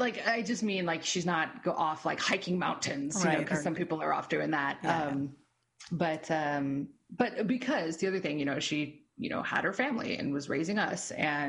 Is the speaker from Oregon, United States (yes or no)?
no; El Centro, California, United States; we grew up in El Centro because she moved from Hopeville to El Centro.